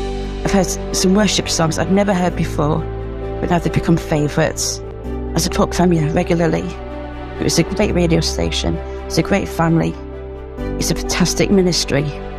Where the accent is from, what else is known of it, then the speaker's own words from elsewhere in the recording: Yorkshire and the Humber, United Kingdom; from Yorkshire.